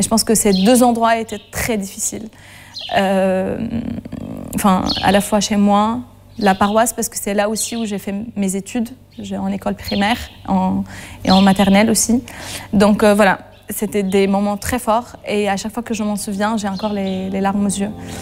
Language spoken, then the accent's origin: French; Mosul, Nineveh, Iraq; Et puis j'ai pleuré une deuxième fois quand je suis arrivée devant chez moi, à Mossoul. Et j'ai vu l'état dans lequel il était.